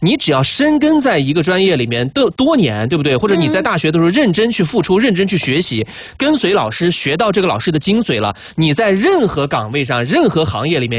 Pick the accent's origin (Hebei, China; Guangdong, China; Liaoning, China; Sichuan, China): Sichuan, China; 作为一个四川人来说